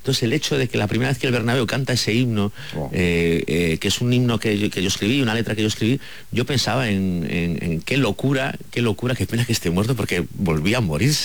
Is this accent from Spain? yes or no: yes; Sanxenxo, Galicia, Spain; pero yo soy de Sanxenxo y mis cuatro abuelos son de Sanxenxo y yo empiezo como periodista en Sanxenxo